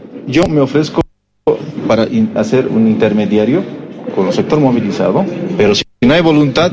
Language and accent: Spanish; Bolivia; todos somos bolivianos